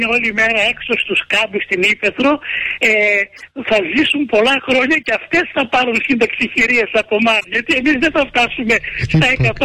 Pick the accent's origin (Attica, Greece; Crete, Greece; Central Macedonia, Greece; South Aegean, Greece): Central Macedonia, Greece; Pentapoli; στο χωριό μου την Πεντάπολη